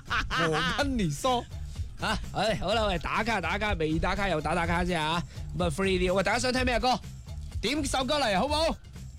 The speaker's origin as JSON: {"language": "Cantonese", "country": "China", "said": "以前我哋中国人的爱情真系好委婉，好好婉约，好藏喺心底嘅。"}